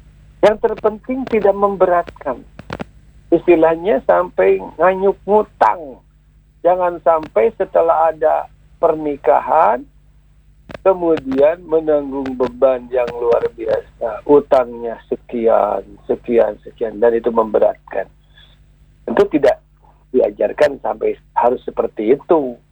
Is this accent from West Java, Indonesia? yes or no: yes; West Java, Indonesia; Artinya kalau kata orang kita, orang Sunda, ulah jajangkungan.